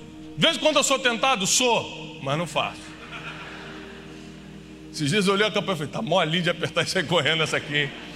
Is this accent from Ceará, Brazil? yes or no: no; Rio de Janeiro, Brazil; quando eu era menino, fui criado ali em Vila da Penha